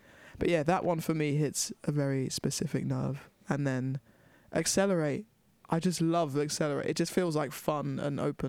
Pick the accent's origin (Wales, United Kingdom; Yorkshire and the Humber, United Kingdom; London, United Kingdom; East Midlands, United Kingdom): London, United Kingdom; growing up in London in such a multicultural place from such a, you know, black, essentially like black Caribbean background, but growing up in London